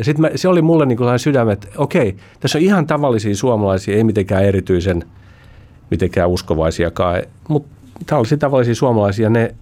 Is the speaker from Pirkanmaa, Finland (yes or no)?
no; Helsinki, Uusimaa, Finland; mä oon helsinkiläinen, niin ei siinä tapahtunut mitään muutosta oikeastaan